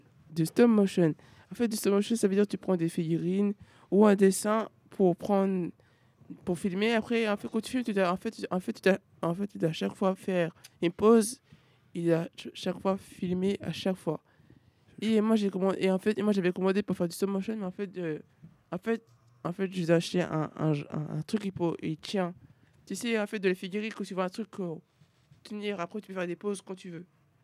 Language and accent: French; Côte d’Ivoire; Moi je suis là, hein, je suis ivoirien.